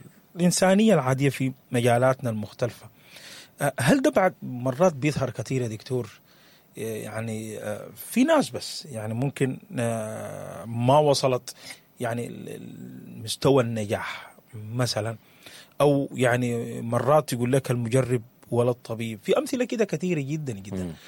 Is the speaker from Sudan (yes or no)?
yes; Sudan; وإحنا عارفين الحاجة دي كسودانيين